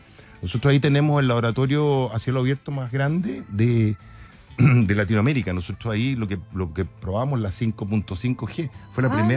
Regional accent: Viña del Mar, Valparaíso, Chile; Yo soy viñamarino, así que yo soy del Everton, efectivamente.

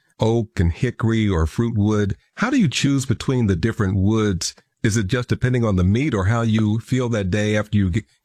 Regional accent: Kansas City, Missouri, United States; A personal story. I grew up in Kansas City.

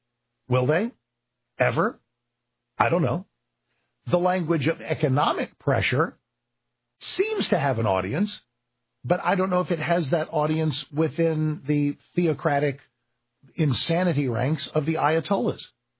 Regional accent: United States; But just as an American, as a person, I'd like sanity returned to the Middle East

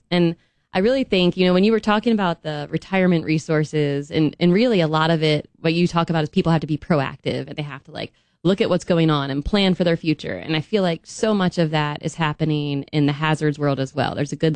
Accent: Baltimore, Maryland, United States; moved away as an adult; also born or lived in Mississippi / Tallahassee, Florida; now in East Tennessee, United States; No, I'm from Baltimore. So if you're from the North, you call me Southern. If you're from the South, you call me Northern.

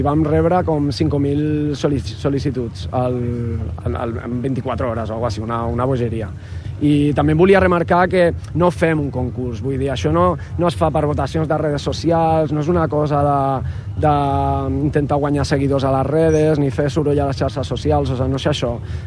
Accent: Murcia, Region of Murcia, Spain; Catalan is a second language; now in Barcelona, Spain; Jo sóc de Múrcia, però xerraré en català perquè estic molt enxixada amb això

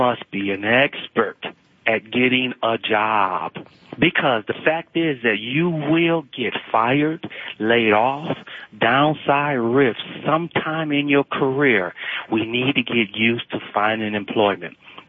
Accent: Michigan, United States; You know, so I'm from Michigan.

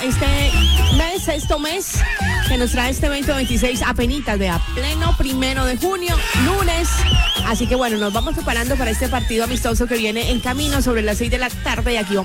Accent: Colombia

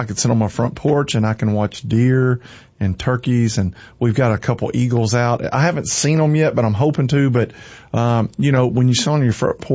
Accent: Campbellsville, Kentucky, United States; I grew up in Campbellsville, so I'm considered a city boy.

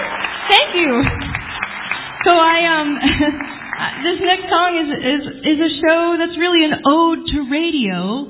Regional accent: New Jersey, United States; I know my bio says I am a Massachusetts girl, but I'm actually from New Jersey.

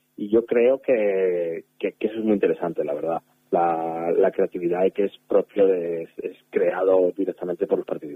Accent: Santander, Cantabria, Spain; now in Madrid, Spain; Yo soy cántabro, soy de Santander, y entonces también me quedo a veces alucinando de los rincones que hay en Cantabria, ¿no?

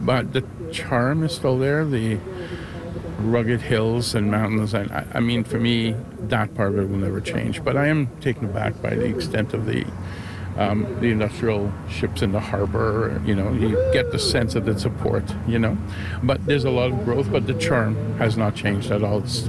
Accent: Nova Scotia, Canada; now in Ottawa, Canada; I grew up in Nova Scotia, but I've been living in Ottawa for 26 years with the hubby. So I still consider Nova Scotia home, and I still consider the Atlantic coast to be home.

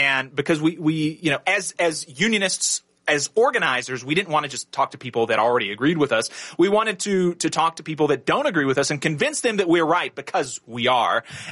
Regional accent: Huntsville, Alabama, United States; I grew up in Alabama. Born and raised Huntsville, Alabama. That's everywhere I've ever lived.

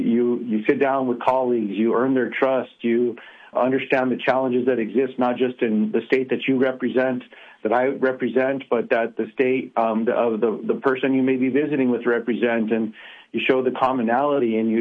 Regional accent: New Mexico, United States; Look, I'm very proud to be born and raised in New Mexico.

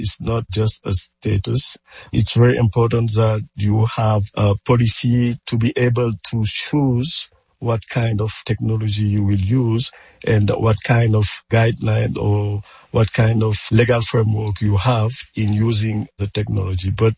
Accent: Senegal; But we have to be aware of our own capabilities also. … from Senegal.

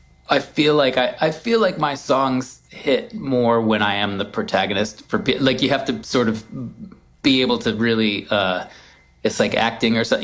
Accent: Midwest, United States; That I had of growing up in the Midwest of a landfill, like I had never really seen land features before.

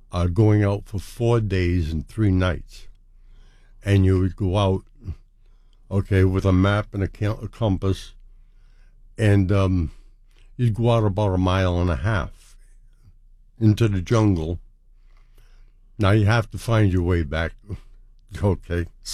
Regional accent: Providence, Rhode Island, United States

